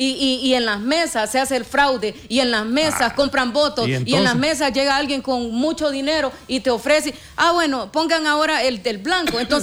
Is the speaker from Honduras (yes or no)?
yes; Honduras; Para como hondureños